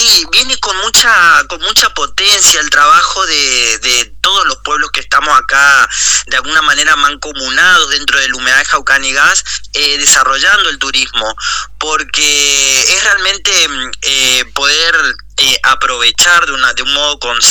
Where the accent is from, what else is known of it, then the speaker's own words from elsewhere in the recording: Las Toscas, Santa Fe, Argentina; Yo particularmente soy de Las Toscas